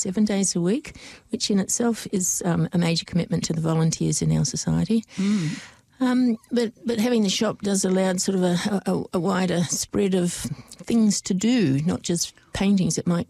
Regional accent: Australia; moved away as an adult; now in Dunedin, New Zealand; When I first came to Dunedin 43 years ago, I'm originally an Aussie

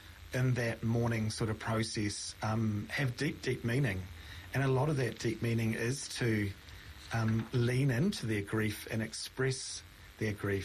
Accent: New Zealand; as a Kiwi

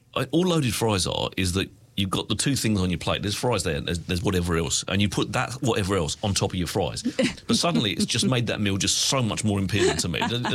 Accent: Essex, East of England, United Kingdom; now in New Zealand; You can tell I'm from Essex.

